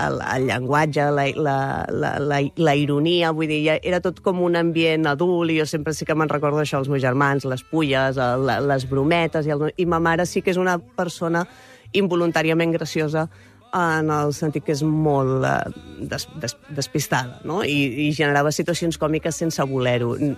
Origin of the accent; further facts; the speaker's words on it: Mataró, Catalonia, Spain; Bueno, jo soc de Rocafonda també, com en Lamine Yamal.